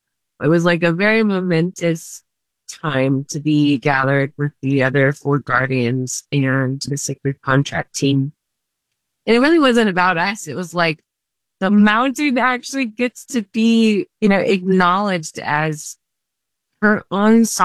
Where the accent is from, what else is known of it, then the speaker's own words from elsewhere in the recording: Silverton, Colorado, United States; also born or lived in Los Angeles; And I was raised in Silverton, Colorado. So I'm on big, beautiful mountains and peaks. And it always felt like home to me. Even when I moved to Los Angeles